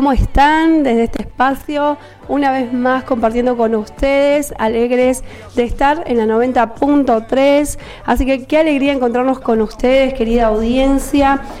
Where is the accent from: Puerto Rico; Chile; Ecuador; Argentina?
Argentina; contentos como argentinos también.